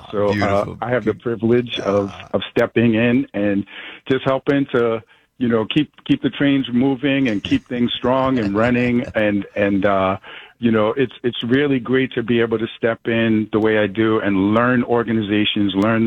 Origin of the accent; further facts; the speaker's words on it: New York City, New York, United States; I'm a proud son of West Brighton, Staten Island. I grew up in West Brighton Project.